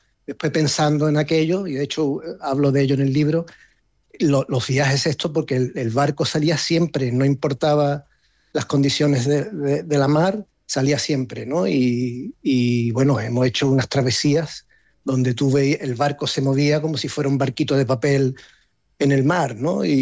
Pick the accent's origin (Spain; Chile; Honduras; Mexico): Spain; La Línea de la Concepción, Andalusia; also born or lived in Gibraltar; yo nací en Gibraltar también, pero mi madre de la línea. Entonces, claro, mi padre trabajaba aquí en Gibraltar y, o sea, aunque nosotros vivíamos en la línea